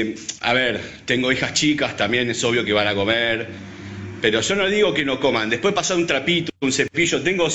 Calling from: Wilde, Buenos Aires Province, Argentina

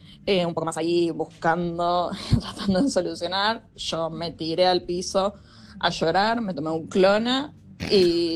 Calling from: Rosario, Santa Fe, Argentina; Somos de Rosario con mi novio.

